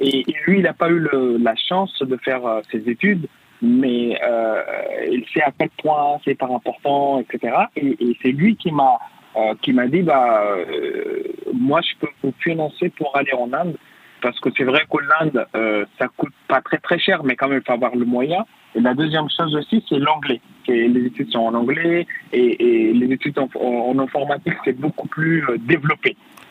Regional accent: Darfur, Sudan; now in France; C'est-à-dire que mon pays d'origine, le Soudan, et mon pays d'adaptation, où j'étais adopté, la France.

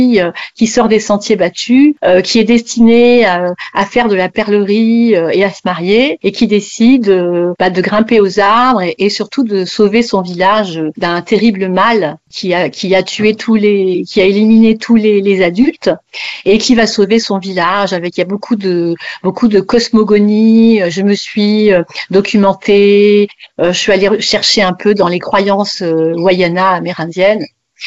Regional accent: French Guiana

